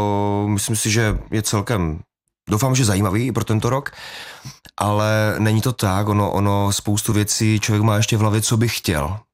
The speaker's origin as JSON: {"language": "Czech", "region": "Moravia", "country": "Czechia", "moved": "as an adult", "lives_now": "Domažlice, Czech Republic", "said": "já jsem totální náplava, já jsem přišel trošku ještě z větší dálky než pan ředitel, já jsem Moravák z Malé Výsky mezi Hradištěm a Kyjovem. A do Domažlic jsem se dostal vlastně během covidu."}